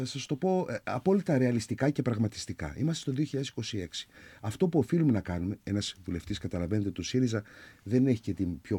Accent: Heraklion, Crete, Greece; σαν πόλη, σαν Ηρακλειώτες

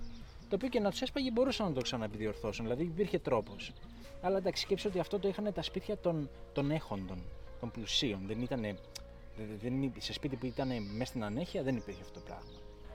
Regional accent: Vamos, Crete, Greece; also born or lived in Mylopotamos, Rethymno; now in Rethymno, Greece; είμαι από τα δύο καλύτερα μέρη του νησιού, είμαι από Κόρωνα και από Μηλοπόταμο.

